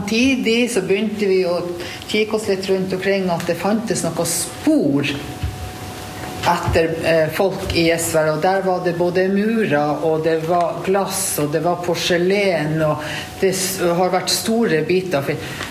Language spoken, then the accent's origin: Norwegian; Honningsvåg, Troms og Finnmark, Norway; moved away; jeg kommer jo fra Honningsvåg, og vi har jo kjøpt oss hus her for 10 år siden.